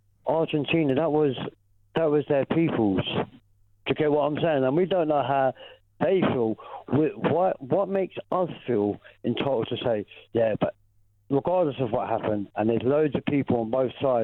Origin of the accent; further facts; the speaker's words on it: England, United Kingdom; I'm English, yeah